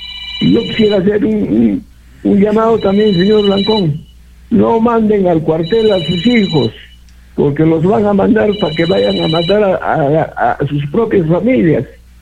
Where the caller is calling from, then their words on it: Peru; No sé por qué la gente acá en el Perú se ha vuelto bien cobarde.